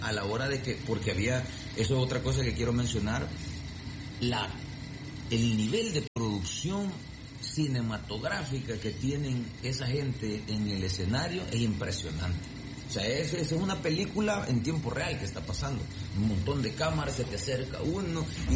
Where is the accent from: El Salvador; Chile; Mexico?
El Salvador; lo que importa es que somos salvadoreños y que está pasando algo que nos llena de orgullo a todos